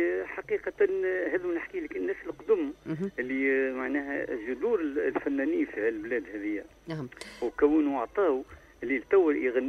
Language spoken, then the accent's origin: Arabic; Tunisia; باش أنا أدخلت لأجل الفن التونسي باش نقدم الأغنية التونسية باش نجم ندوم كتونسي ونغني